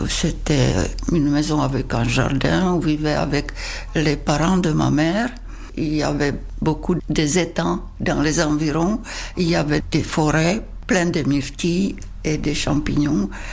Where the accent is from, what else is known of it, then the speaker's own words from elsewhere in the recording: Plzeň, Plzeň Region, Czechia; moved away as an adult; now in France; je suis née en Tchécoslovaquie juste à la fin de la guerre 1944 dans une ville près de la frontière allemande, ville qui s'appelle Plzeň. Plzeň qui est une ville industrielle et très connue par ses grandes usines Skoda.